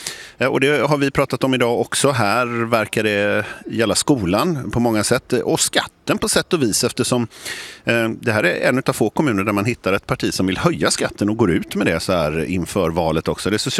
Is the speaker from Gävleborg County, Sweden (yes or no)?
no; Vallentuna, Stockholm County, Sweden; Nästa vecka, tror jag att det var, då ska vi till min hemkommun Vallentuna